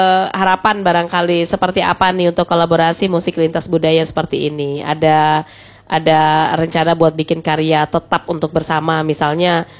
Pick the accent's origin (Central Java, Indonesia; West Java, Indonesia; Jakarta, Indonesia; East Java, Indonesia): East Java, Indonesia; Sampang; Ya karena memang kita dari Sampang begitu kan, jadi bisa membawa nama apa namanya daul Madura begitu.